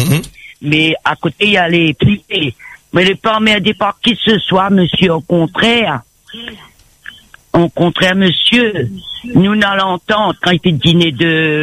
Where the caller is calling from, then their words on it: Entre-Deux, Réunion; Ben moi je suis à l'Entre-deux, moi je vis dans la commune de l'Entre-deux.